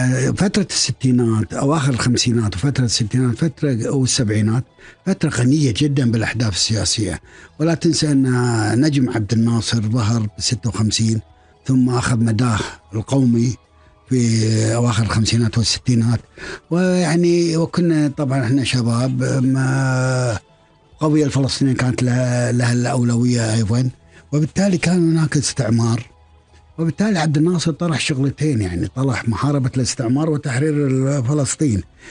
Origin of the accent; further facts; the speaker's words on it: Salhiya, Capital Governorate, Kuwait; هو أنا طبعا إحنا كنا من مواليد منطقة الصالحية، فريج الصالحية معروف، وكنت أيضا بأدرس في الابتدائي في مدرسة المثنى